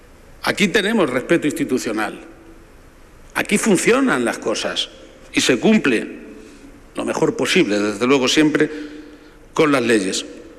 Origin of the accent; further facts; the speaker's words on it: Spain; Ese optimismo es un optimismo que tengo como español